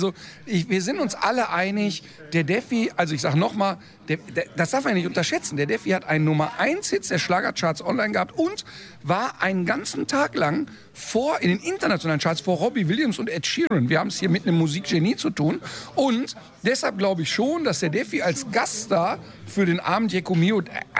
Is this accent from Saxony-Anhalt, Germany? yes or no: no; North Rhine-Westphalia, Germany; now in Cologne, Germany; aber ich komme ja hier vom linken Niederrhein. Also ich bin ja hier aufgewachsen, ich bin hier geboren in der Region. Mein Vater lebt noch hier, ich habe Freunde, die hier leben.